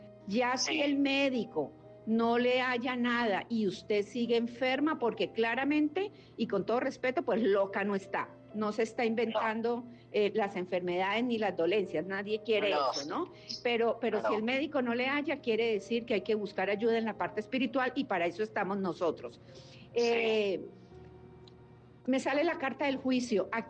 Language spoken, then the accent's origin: Spanish; Mexico; yo soy mexicana